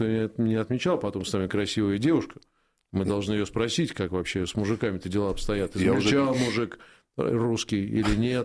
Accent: Moscow, Russia; я как москвич

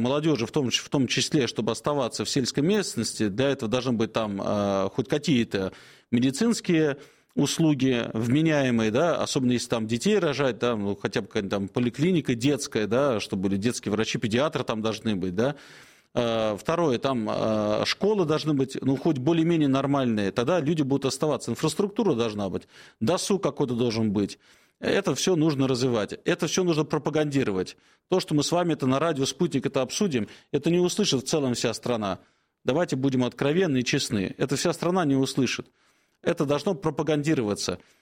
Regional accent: Moscow, Russia; как коренной москвич скажу

